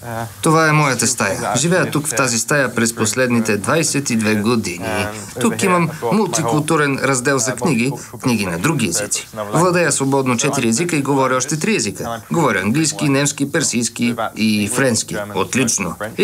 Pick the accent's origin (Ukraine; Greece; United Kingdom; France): United Kingdom; London; Аз съм етнически иранец, но съм израснал в Великобритания.